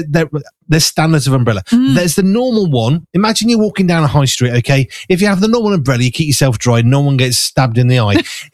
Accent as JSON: {"language": "English", "region": "England", "country": "United Kingdom", "said": "So, well, I want people to know I'm British. I'm an Englishman. I don't want them to think I'm anybody else."}